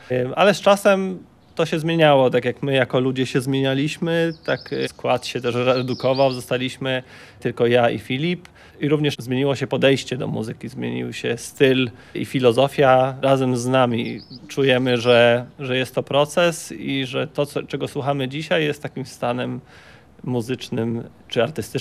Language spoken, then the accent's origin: Polish; Kębłowo, Greater Poland Voivodeship, Poland; born there; z takiego rogu między historyczną Brandenburgią, Dolnym Śląskiem a Wielkopolską. To są okolice Wolsztyna, mała wieś, a właściwie duża wieś już teraz Kębłowo. To jest wieś, z której pochodzi cała nasza rodzina. My się tam częściowo wychowaliśmy